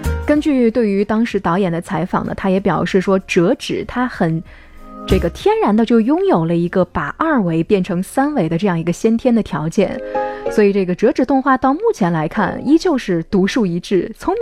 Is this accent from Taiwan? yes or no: no; China